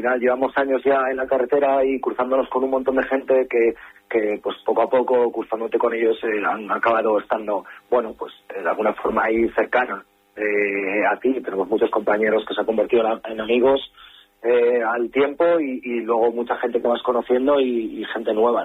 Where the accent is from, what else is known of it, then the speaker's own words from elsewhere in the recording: Asturias, Spain; al final somos asturianos